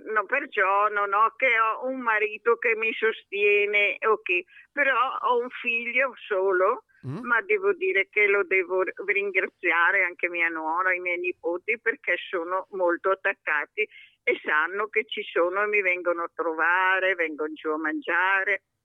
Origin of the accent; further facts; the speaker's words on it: Manerba del Garda, Lombardy, Italy; moved away as an adult; now in Rovato, Italy; Sono originaria del Lago di Garda.